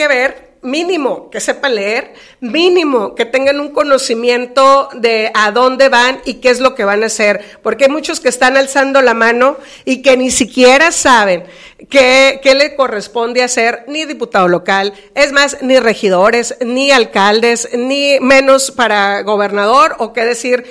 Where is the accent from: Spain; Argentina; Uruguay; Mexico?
Mexico; es una responsabilidad que debemos de asumir como mexicanos y mexicanas.